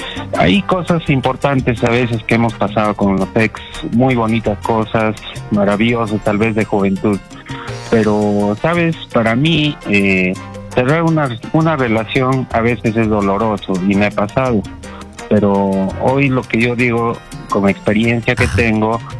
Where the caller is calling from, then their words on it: Tarma, Junín, Peru; Le llamo desde Tarma.